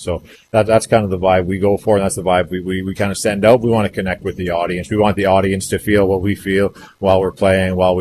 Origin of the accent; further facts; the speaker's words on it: Saskatchewan, Canada; we come from the Great Plains of Saskatchewan.